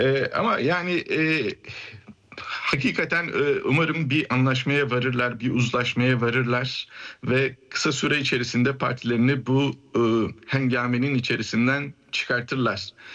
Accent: Kilis Province, Turkey; Yani kendi memleketimde akrabalar için söylenir. Akrabanın akrabaya yaptığını akrep yapmaz der kilisliler.

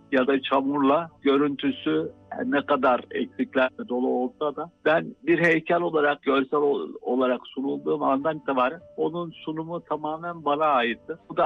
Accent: Ankara, Turkey; born there; 1972 Ankara doğumluyum.

